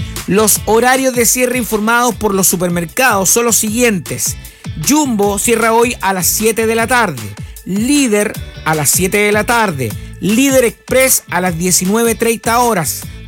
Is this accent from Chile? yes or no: yes; Chile; como buenos chilenos siempre andamos a última hora